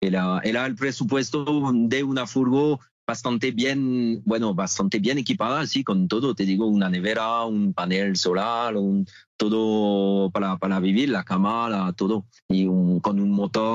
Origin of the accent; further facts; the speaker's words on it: France; Spanish is a second language; moved away; yo soy francés